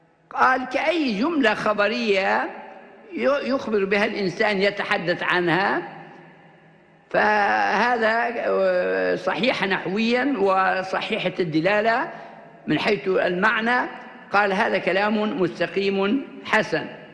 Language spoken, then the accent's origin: Arabic; Libya; عندنا في ليبيا هنا